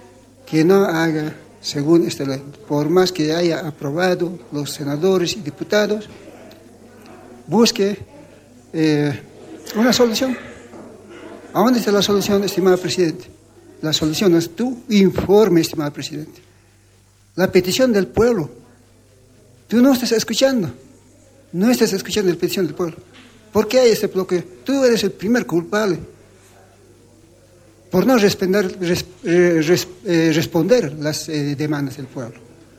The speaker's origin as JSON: {"language": "Spanish", "town": "Chipaya", "region": "Oruro", "country": "Bolivia"}